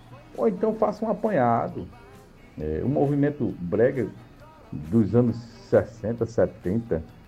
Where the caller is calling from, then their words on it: Paraíba, Brazil; sou daqui de Tibiri 2